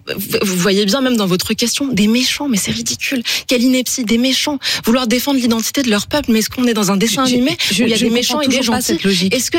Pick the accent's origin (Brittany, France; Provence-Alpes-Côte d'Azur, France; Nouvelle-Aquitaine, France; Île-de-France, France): Île-de-France, France; lorsque j'ai grandi en Seine-Saint-Denis et que j'étais dans une école juive